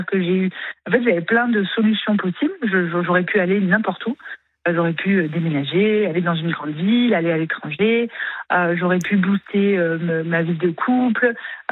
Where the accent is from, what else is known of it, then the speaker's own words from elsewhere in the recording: south-east France, France; en fait, je viens du Sud-Est, mais j'ai vraiment du mal avec la mentalité des gens du Sud-Est.